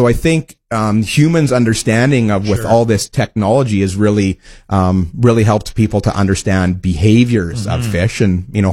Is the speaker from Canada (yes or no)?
yes; Wawota, Saskatchewan, Canada; born or raised there